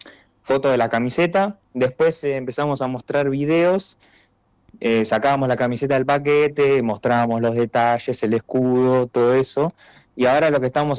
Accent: La Plata, Buenos Aires Province, Argentina; nosotros somos de La Plata

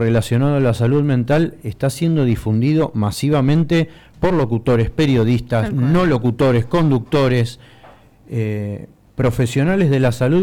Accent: Argentina; yo soy el único argentino

